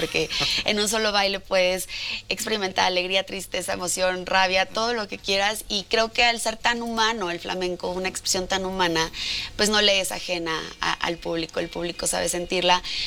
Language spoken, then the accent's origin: Spanish; Mexico; Soy la única mexicana hasta el momento que participa en pasarelas en Sevilla.